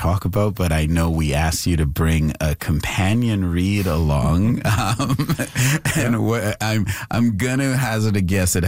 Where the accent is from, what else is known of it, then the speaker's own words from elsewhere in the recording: Canada; Certainly a great moment as a Canadian